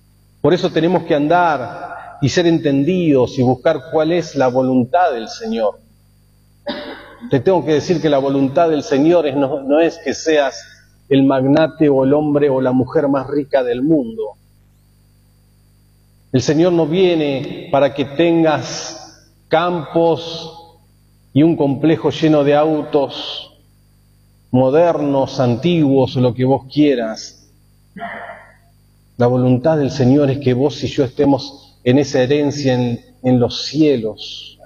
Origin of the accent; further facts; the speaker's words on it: Argentina